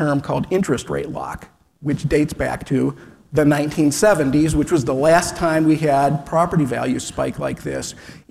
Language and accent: English; Cleveland Heights, Ohio, United States; now in Columbus, United States; in the neighborhood I live in Columbus, which is a lot like the neighborhood I grew up in Cleveland Heights with old houses from the 1920s and 30s